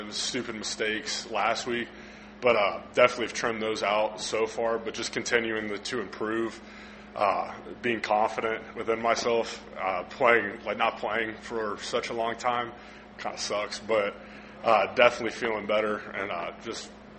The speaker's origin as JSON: {"language": "English", "town": "Cincinnati", "region": "Ohio", "country": "United States", "said": "And also, like, I'm from Cincinnati. Like, being an hour 20 away is way better."}